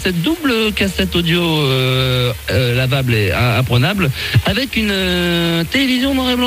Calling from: Rouen, Normandy, France; Allez, je vais vous dire, on appelle de Rouen, c'est Radio Rouen, Radio Verte à Rouen.

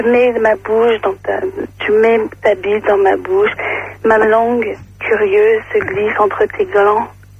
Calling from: Nice, Provence-Alpes-Côte d'Azur, France

